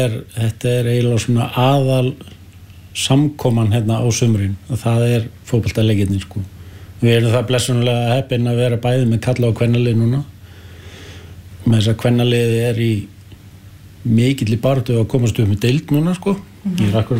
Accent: Hafnarfjörður, Capital Region, Iceland; moved away as an adult; now in Vopnafjörður, Iceland; Ég kem úr Hafnarfirðinu.

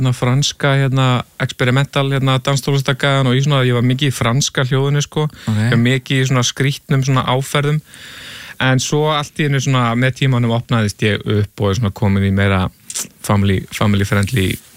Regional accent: Reykjavík, Capital Region, Iceland; Ég er úr Vesturbæ, Reykjavíkur

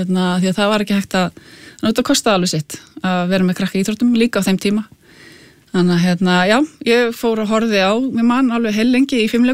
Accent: Hafnarfjordur, Capital Region, Iceland; Já, ég kem úr Hafnarfirði. Ég ólst upp í Klausturhvammi og hérna...

